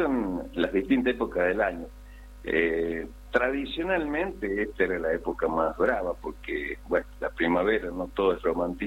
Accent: Catamarca, Argentina; born there; Los que somos nacidos en Catamarca, y no nos va a sorprender cómo es el clima, etcétera, etcétera, pues sabemos que hay un cambio.

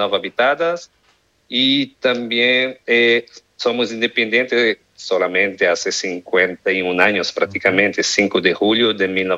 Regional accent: Cape Verde; Sí, nací y crecí aquí en Cabo Verde. Estoy muy feliz también porque el portero es mi amigo de infancia. Hemos jugado juntos también en Cabo Verde, aquí en mi isla

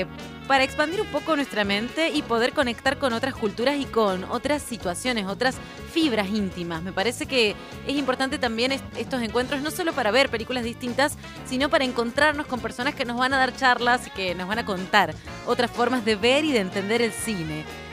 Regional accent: Santiago del Estero, Argentina; now in Córdoba, Argentina; soy de Santiago del Estero y me gusta muchísimo el calor, aunque sean 40.000 grados, no importa.

